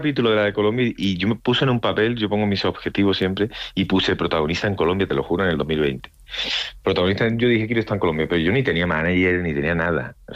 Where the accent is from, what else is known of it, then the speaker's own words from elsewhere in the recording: Andalusia, Spain; accent: Andalusian; moved away; also born or lived in Madrid / Mexico; Pero me toca esforzar, porque ya no hablo como andaluz. Pues claro, me quité el acento en Madrid para hablar castellano, que me costó el cielo y la vida. Y luego en México hablando mexicano.